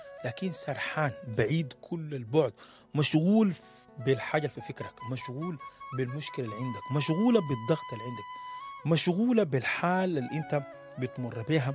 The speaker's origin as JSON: {"language": "Arabic", "country": "Sudan", "said": "واحنا كسودانيين متعودين"}